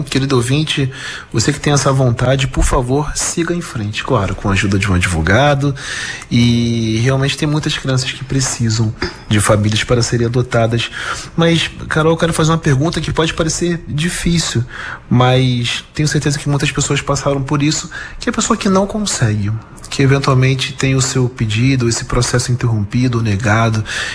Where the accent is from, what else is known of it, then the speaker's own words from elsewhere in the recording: Duque de Caxias, Rio de Janeiro, Brazil; born there; eu nasci em Gramacho, Duque de Caxias.